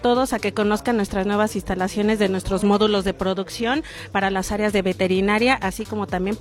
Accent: Pachuca, Hidalgo, Mexico; now in Puebla, Mexico; Yo soy de Pachuca.

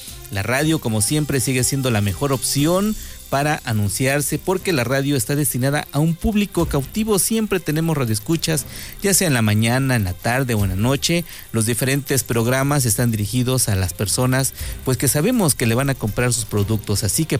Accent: Mexico

